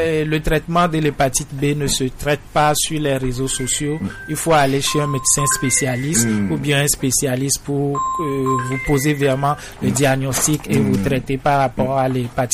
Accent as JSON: {"language": "French", "country": "Togo", "said": "chez nous au Togo"}